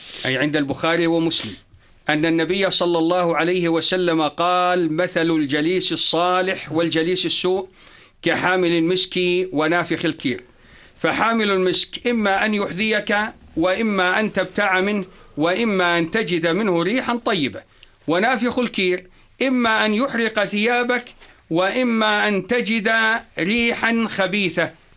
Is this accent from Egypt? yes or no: no; Jordan; عندما تقول له أنا من الأردن يقول أنتم جيران الحرم